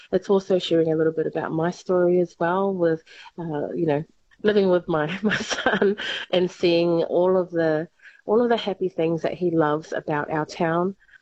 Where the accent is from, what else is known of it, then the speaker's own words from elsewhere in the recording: New Zealand; now in Carnarvon, Australia; Son our family is from New Zealand, and with my son, his name's Sefa, he's grown up for about 4 years in Carnarvon.